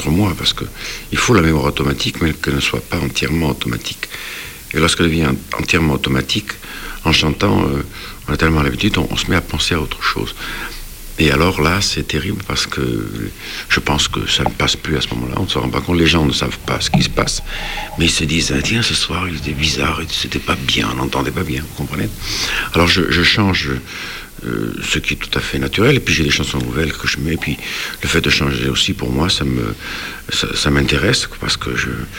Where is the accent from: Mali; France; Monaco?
Monaco; je suis de Monaco